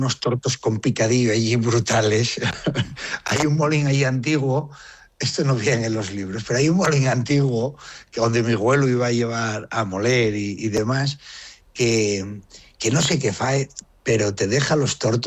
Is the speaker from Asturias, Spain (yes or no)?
yes; Asturias, Spain; born there; Yo te diría también que fuesen a Valle, arriba a La Collada, que ves Picos de Europa, que ves el Sueve, que ves... Pero no quiero que vayan, porque es mi pueblo.